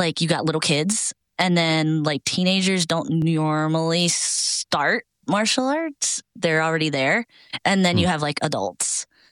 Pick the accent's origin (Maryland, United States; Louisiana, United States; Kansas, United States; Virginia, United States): Maryland, United States; now in Michigan, United States; I'm originally from Maryland, currently in Michigan